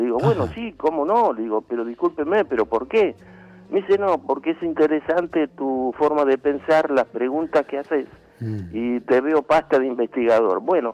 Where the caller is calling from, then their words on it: Buenos Aires, Argentina; de Villa Santa Rita.